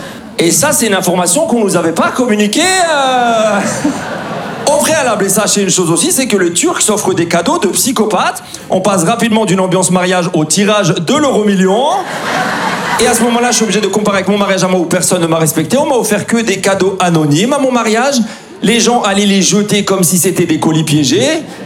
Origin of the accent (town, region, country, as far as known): Grand Est, France; born or raised there